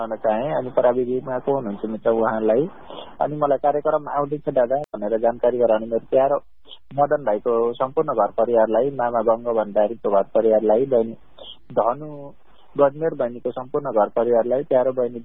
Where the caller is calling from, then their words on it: Kalimati, Karnali Province, Nepal; म सल्यान कालीमाटीदेखि